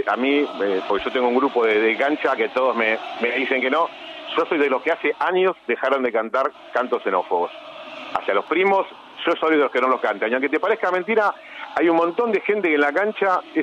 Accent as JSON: {"language": "Spanish", "region": "Buenos Aires", "country": "Argentina"}